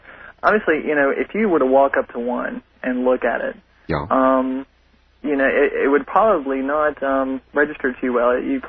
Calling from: Nashville, Tennessee, United States; I'm calling from Nashville, Tennessee.

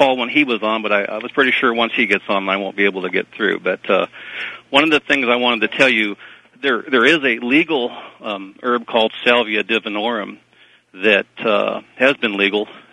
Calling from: Kenai, Alaska, United States; in Kenai, Alaska.

